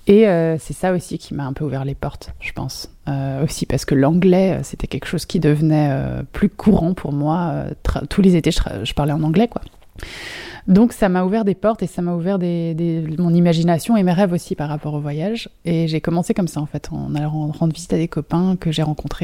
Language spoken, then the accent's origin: French; Grand Est, France; moved away as an adult; Oui, donc j'ai grandi en Alsace. … Et j'ai passé quelques études à Strasbourg. Et puis j'ai travaillé un petit peu là-bas.